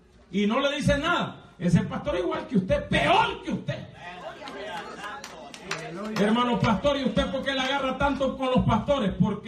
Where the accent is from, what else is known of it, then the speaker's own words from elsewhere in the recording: Honduras; moved away as an adult; also born or lived in Los Angeles, California; now in United States; Cuando yo estaba en mi país, Honduras